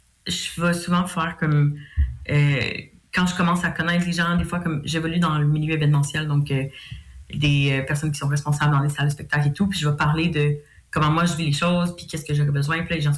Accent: Quebec City, Quebec, Canada; moi je suis de Québec

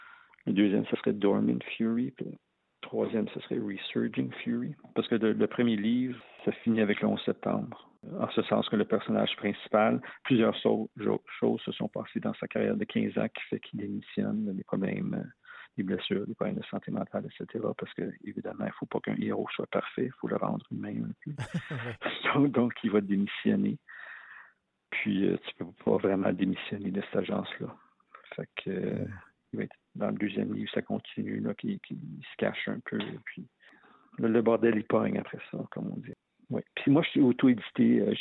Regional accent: Montreal, Quebec, Canada; je suis le plus jeune de trois enfants, puis on a grandi à Ville-Saint-Laurent, un petit peu dans le nord-ouest de Montréal, puis où j'ai resté, c'était bilingue. Il y avait autant de francophones que d'anglophones.

